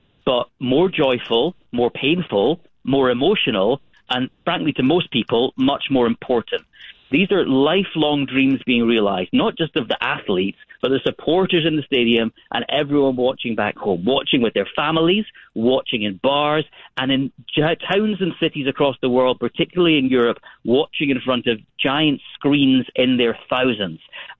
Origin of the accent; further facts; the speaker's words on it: Scotland, United Kingdom; I'm Scottish, so I'm supporting Scotland.